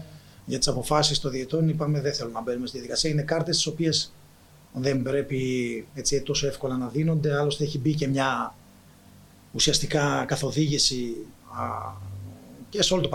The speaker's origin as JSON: {"language": "Greek", "region": "Northern Greece", "country": "Greece", "said": "αν και εγώ είμαι από την Βόρεια Ελλάδα"}